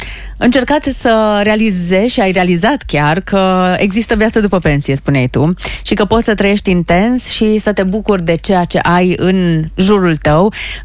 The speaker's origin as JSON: {"language": "Romanian", "region": "Banat", "country": "Romania", "said": "zona din Banat pe care mulți dintre noi n-am vizitat-o sau n-am vizitat-o suficient, deși suntem de aici și suntem bănățeni."}